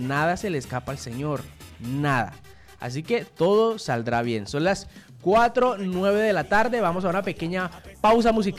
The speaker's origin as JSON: {"language": "Spanish", "country": "Colombia", "said": "todos somos colombianos"}